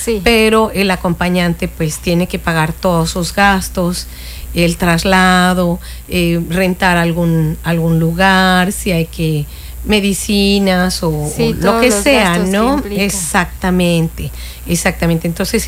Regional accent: Cancún, Quintana Roo, Mexico; Yo soy residente de la Supermanzana 20

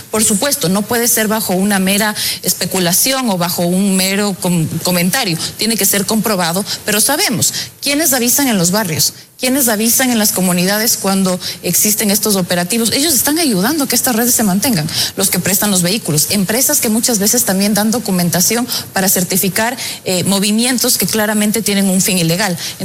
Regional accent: Ecuador

